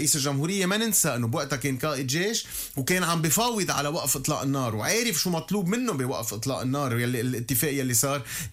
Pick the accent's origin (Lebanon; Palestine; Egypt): Lebanon; ونحن كمان كلبنانيين سياديين